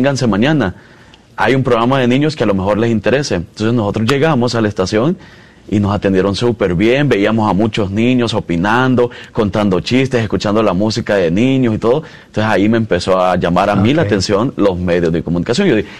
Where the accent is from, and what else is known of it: Nueva Concepción, Chalatenango, El Salvador; now in Alabama, United States